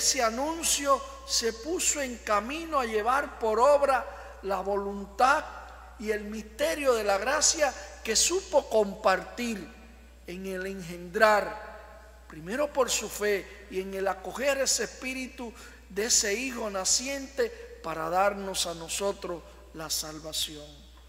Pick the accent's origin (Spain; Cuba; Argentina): Cuba; como cubano, sino como hijo de Dios.